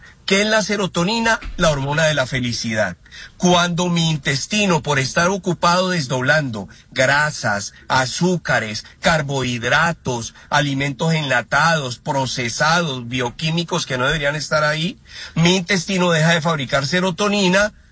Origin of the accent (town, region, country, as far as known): Colombia